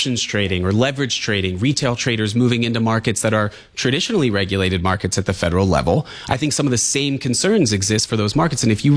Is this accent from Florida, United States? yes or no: no; New York, United States; as both a New Yorker and a lawyer